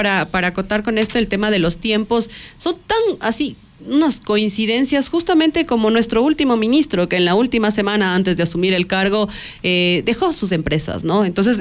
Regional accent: Ecuador

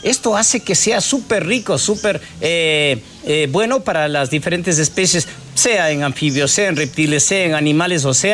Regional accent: Mindo, Pichincha, Ecuador; mis padres no son de aquí, mis padres son de la provincia del Cotopaxi, orgulloso de decirlo, pero yo soy ya propiamente de aquí, de Mindo, entonces yo me crié aquí en Mindo

